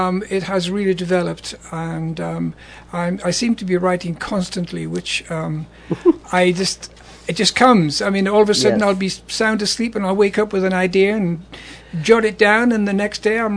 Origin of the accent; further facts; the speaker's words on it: Newcastle upon Tyne, North East England, United Kingdom; moved away as an adult; now in United States; I was born in Newcastle upon Tyne, which is in the northeast of England. And in around about the 1990s, I came to the United States and have lived here ever since.